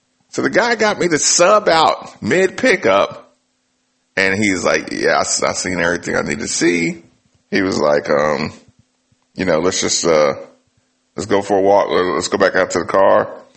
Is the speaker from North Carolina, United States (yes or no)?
yes; North Carolina, United States; moved away; also born or lived in Clarksville, Tennessee / Fort Campbell, Kentucky; I am from North Carolina